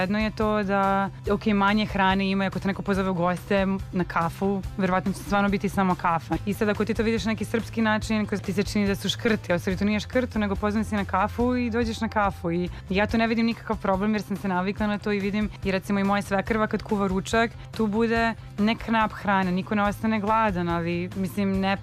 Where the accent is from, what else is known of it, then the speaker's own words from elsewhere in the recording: Serbia; accent: Serbian; now in Slovenia; nije odmah identifikovao da imam srpski akcenat, nego je mislio da imam akcenat iz jedne druge regije u Sloveniji